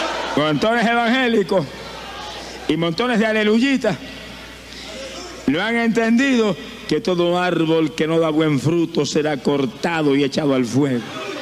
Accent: Camuy, Puerto Rico; born or raised there

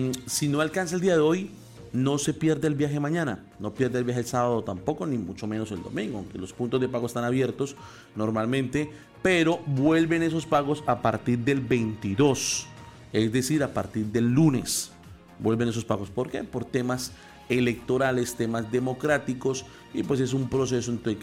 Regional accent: Colombia

